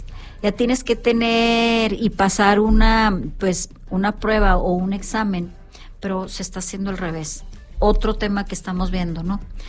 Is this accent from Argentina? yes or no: no; Monterrey, Nuevo León, Mexico; Yo nací, crecí y vivo en Monterrey y soy más regia que la carne asada, quizás.